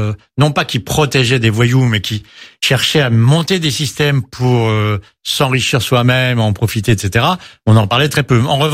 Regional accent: Versailles, Île-de-France, France; born or raised there; also born or lived in Paris

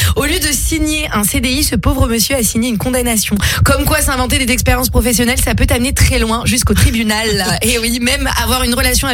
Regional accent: France; Parce que je suis française

